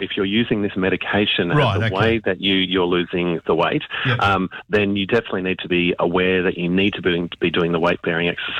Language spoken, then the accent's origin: English; Canberra, Australian Capital Territory, Australia; I'm old enough to remember Life Be In It when I was growing up in Canberra.